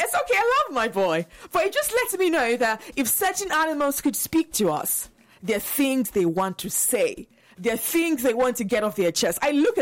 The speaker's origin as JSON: {"language": "English", "region": "southern Nigeria", "country": "Nigeria", "said": "because I came from South Nigeria."}